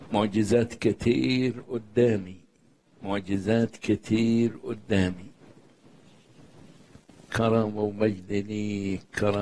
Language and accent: Arabic; Egypt; وهنشوف المجد، وهنشوف المجد في بلدنا مصر وفي كنيستنا